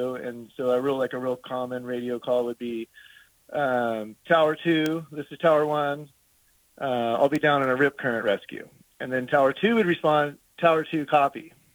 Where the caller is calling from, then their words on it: Florida, United States; I'm calling from East Coast of Central Florida.